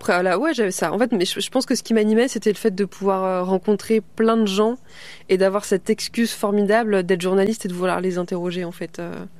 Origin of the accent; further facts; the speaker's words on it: Brittany, France; born there; Bah oui, moi je suis bretonne, je suis née dans la région de Lorient.